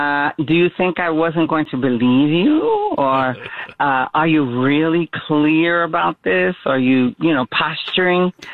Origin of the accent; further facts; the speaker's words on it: New York City, New York, United States; now in Brooklyn, United States; Brooklyn, but born and raised in the Bronx. Wherever the Jewish population was, my father moved us.